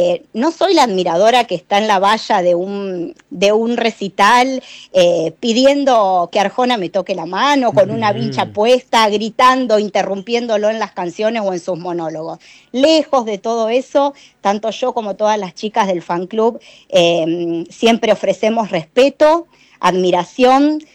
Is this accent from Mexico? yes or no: no; Santa Fe, Argentina; mi pueblo está a 60 kilómetros de Rosario